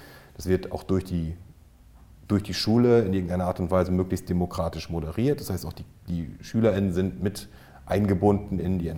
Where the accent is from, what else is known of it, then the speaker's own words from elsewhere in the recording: Northern Germany, Germany; born there; Ich bin ja in Norddeutschland geboren